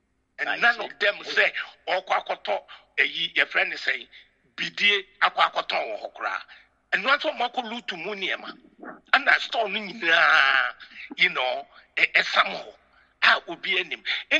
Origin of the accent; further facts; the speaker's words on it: Ghana; Because I know I'm American, I'm born. I'm a Ghanaian.